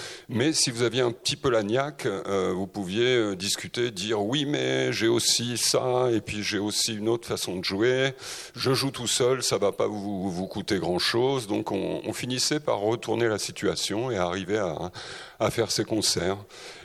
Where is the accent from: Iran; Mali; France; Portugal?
France; Normandy; En fait, moi je viens de Normandie.